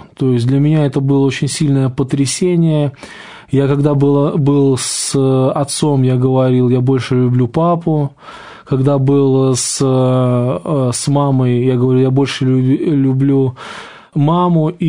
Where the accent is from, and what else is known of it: Smolensk, Smolensk Oblast, Russia; born or raised there